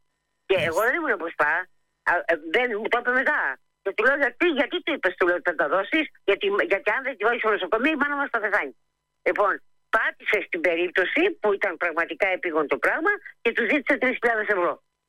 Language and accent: Greek; Chalcis, Central Greece, Greece; Γιατί είμαι από τη Χαλκίδα και δεν τη γυρίζω πίσω.